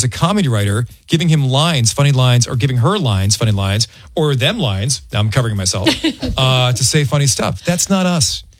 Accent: Ireland; Dude, I'm Irish. I'm planning my own funeral since I was born.

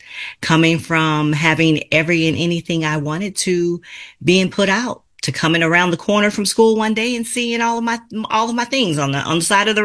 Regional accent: Los Angeles, California, United States; I come from Los Angeles, California.

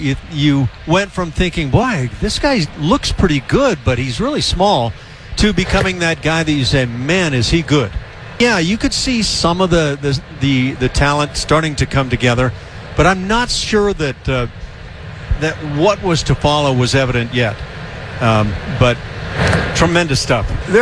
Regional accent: Los Angeles, California, United States; I grew up as a big Dodger fan in L.A.

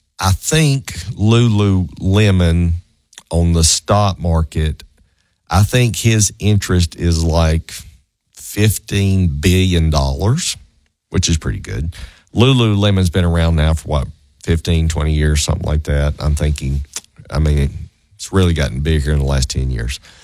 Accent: Southern United States, United States; accent: Southern; overlook my Southern accent.

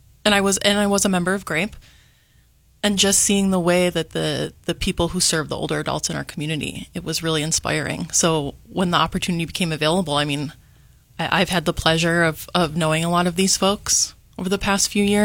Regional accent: Syracuse, New York, United States; moved away as an adult; now in Rochester, United States; Yeah, so I can say I've been in the Rochester area for about 10 years now. I love it here. I grew up in the Syracuse area

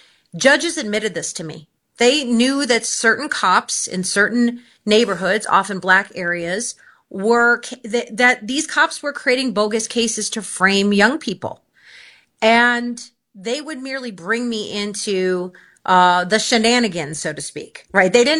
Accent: Chicago, Illinois, United States; I chose Chicago because it's my hometown

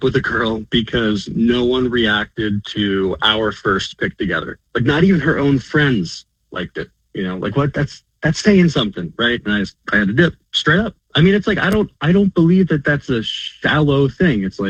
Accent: New Jersey, United States; I'm from Jersey. I live here.

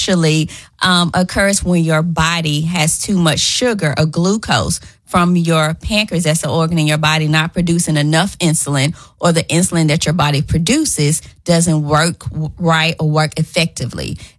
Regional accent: Memphis, Tennessee, United States; born there; I was born in Memphis. Went to Evans Elementary, Ridgeway, and then my parents moved to West Memphis. Mm-hmm. And so I ended up graduating from West Memphis High School, but I'm back in Memphis.

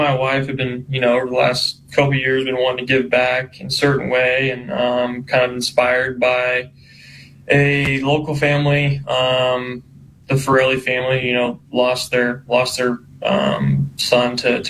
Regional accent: Turlock, California, United States; I mean, I grew up in Turlock. Everyone knows that.

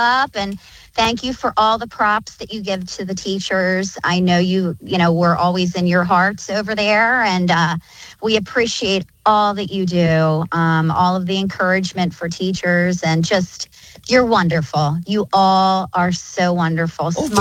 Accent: Downingtown, Pennsylvania, United States; I'm from Downingtown, Pennsylvania

